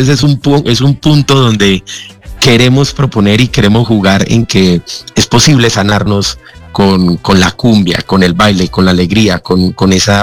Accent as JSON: {"language": "Spanish", "country": "Colombia", "said": "definitivamente hay que darle el valor en nosotros mismos como colombianos."}